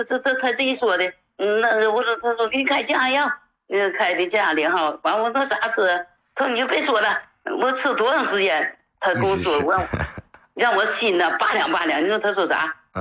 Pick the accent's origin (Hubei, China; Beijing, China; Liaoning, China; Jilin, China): Liaoning, China; Fushun; 首先是介绍一下，我是来自辽宁抚顺的。